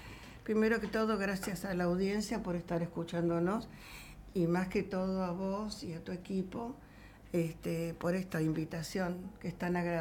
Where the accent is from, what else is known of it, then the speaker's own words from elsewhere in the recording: La Plata, Buenos Aires Province, Argentina; born there; Bueno, por lo tanto nací en La Plata, nada, ¿qué más querías saber?